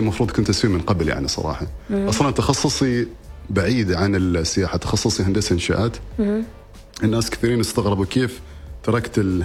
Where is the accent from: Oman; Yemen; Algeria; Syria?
Oman; نحن عمانيين ترى نحب نسولف، نحب ايوه ترى.